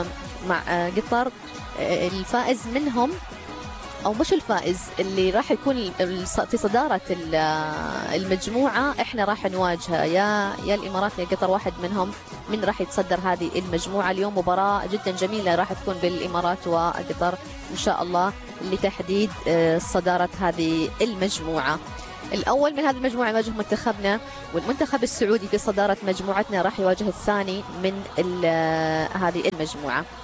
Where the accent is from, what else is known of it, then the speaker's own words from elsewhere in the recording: Oman; ليلة جدا مختلفة بالنسبة لنا كعمانيين